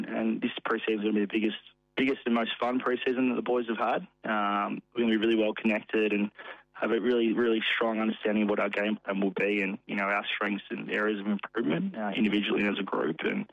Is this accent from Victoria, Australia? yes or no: yes; Melbourne, Victoria, Australia; moved away; Phil and Andrew are aware I'm from Melbourne